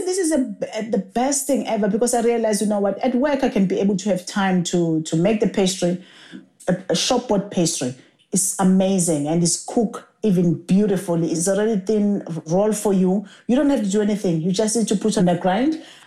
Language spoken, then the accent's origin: English; Durban, KwaZulu-Natal, South Africa; the bunny chow is because I'm from Durban